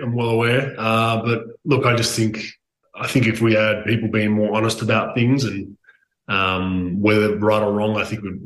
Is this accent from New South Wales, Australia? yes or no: no; Melbourne, Victoria, Australia; moved away as an adult; I'm from Melbourne. I had properties there